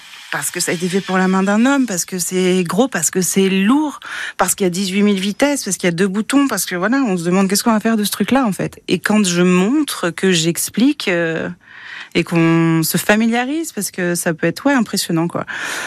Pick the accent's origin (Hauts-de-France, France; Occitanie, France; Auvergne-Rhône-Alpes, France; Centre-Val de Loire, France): Centre-Val de Loire, France; Tours; je suis une Tourangelle de 42 ans